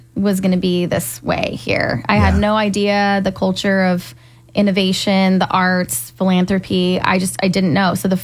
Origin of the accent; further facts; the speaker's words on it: California, United States; moved away as an adult; now in Ohio, United States; I'm from California. And then we moved out to Ohio 4 years ago in 2022.